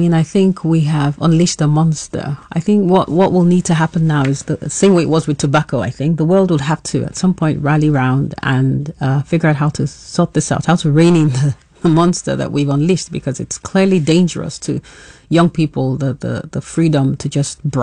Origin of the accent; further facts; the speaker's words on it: Nigeria; I grew up in Nigeria, where the TV only came on at 4 o'clock in the afternoon.